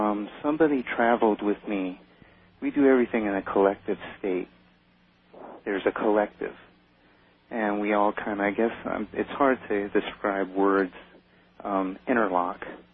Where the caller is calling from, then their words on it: Seattle, Washington, United States; I'm calling in from Seattle.